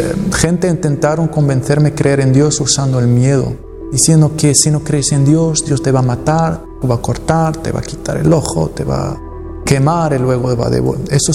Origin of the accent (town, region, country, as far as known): Morocco